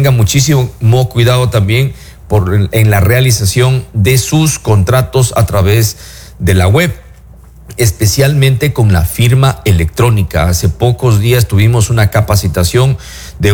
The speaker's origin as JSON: {"language": "Spanish", "region": "Santo Domingo de los Tsáchilas", "country": "Ecuador", "said": "de donde yo vengo, la Florida del Toachi, Las Mercedes, todo ese sector es cafetero."}